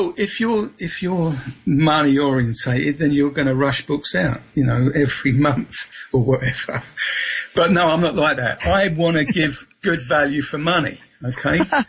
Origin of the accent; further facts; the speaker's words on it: London, United Kingdom; accent: South London; I was brought up in Peckham, London, southeast London, so that's my accent.